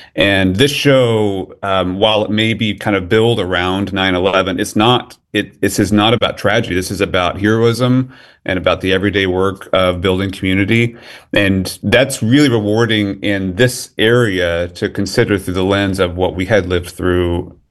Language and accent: English; Oklahoma, United States; I grew up in Oklahoma, in Southeast Oklahoma